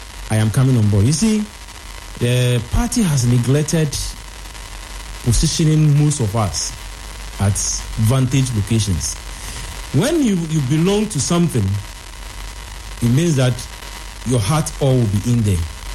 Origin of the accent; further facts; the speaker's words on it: Akuse, Eastern Region, Ghana; And also, I am part of Eastern Region. I was born and bred in Akusi, Lower Manya, and I also schooled in Yilokobo Secondary School.